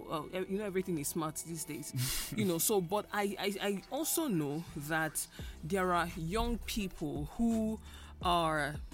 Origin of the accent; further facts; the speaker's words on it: Enugu State, Nigeria; I'm also from Enugu State. I'm a youth.